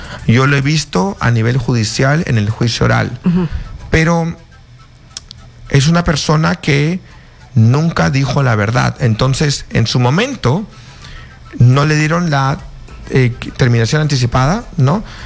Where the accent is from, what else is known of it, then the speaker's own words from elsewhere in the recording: Peru; moved away; yo como peruano